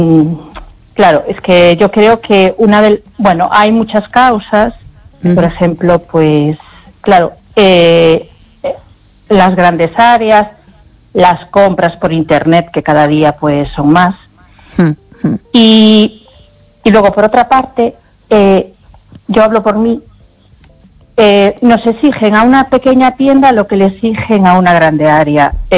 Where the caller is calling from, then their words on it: A Coruña, Galicia, Spain; de Coruña.